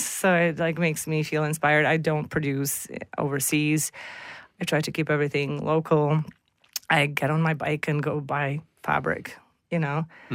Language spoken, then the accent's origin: English; Bratislava, Bratislava Region, Slovakia; I mean via Toronto, but I was born in Bratislava and raised, yes.